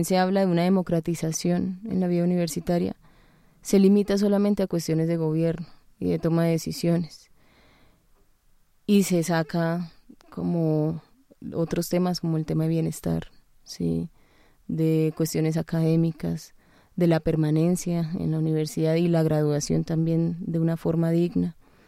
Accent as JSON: {"language": "Spanish", "country": "Colombia", "said": "la realidad que vivimos como sociedad colombiana."}